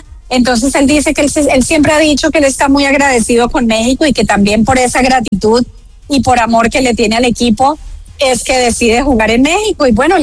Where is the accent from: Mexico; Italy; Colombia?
Colombia; para nosotros como colombianos